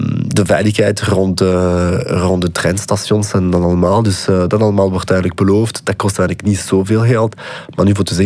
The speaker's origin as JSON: {"language": "Dutch", "region": "Wallonia", "country": "Belgium", "second_language": "Dutch", "lives_now": "Brussels, Belgium", "said": "Aanvankelijk kom ik uit Wallonië, waar het Nederlands echt een vreemde taal is. Mm-hmm. Dus toen ik hier in Brussel aankwam, kon ik eigenlijk geen sikkepit worden in het Nederlands spreek."}